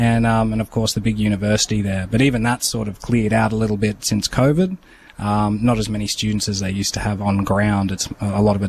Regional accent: Armidale, New South Wales, Australia; moved away as an adult; now in Tennant Creek, Australia; I grew up in Armidale, New South Wales, which is like northern New South Wales. Apparently the highest city in Australia.

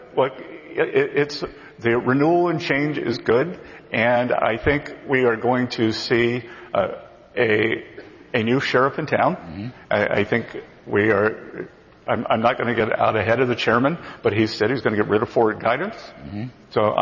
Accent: South Carolina, United States; Look, I was a kid from South Carolina, a small town, and I was growing up

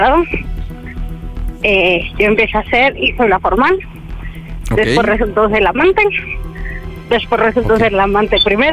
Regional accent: Ecatepec, State of Mexico, Mexico; Tengo 31 años y de Ecatepec

